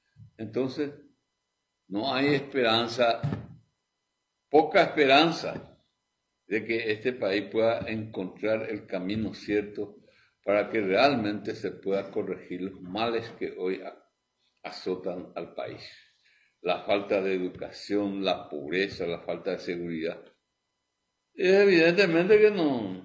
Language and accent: Spanish; Paraguay